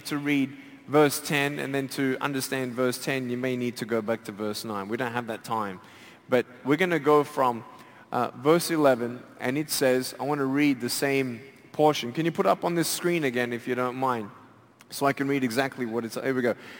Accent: Australia; born there; I'm 30 years old. I was born in Australia.

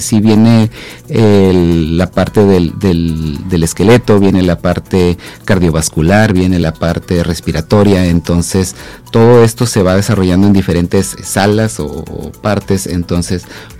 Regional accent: Ensenada, Baja California, Mexico; nosotros aquí los ensenadenses tenemos el Museo del Caracol

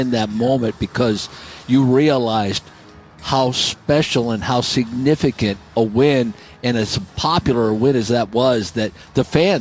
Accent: Delphos, Ohio, United States; as a kid growing up in Delphus, Ohio

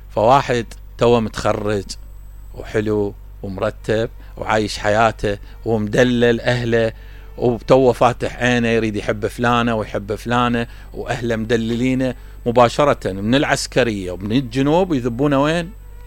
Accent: Basra, Basra Governorate, Iraq; يعني انا اطلع من البصرة ما اقدر اعيش بالديوانية، ما اقدر اعيش ببغداد، ما اقدر اعيش بسليمانية، اقدر؟

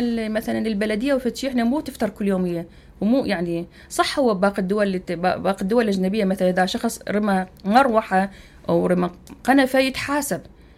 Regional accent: Hilla, Babil, Iraq; يعني احنا عندنا بالحلة

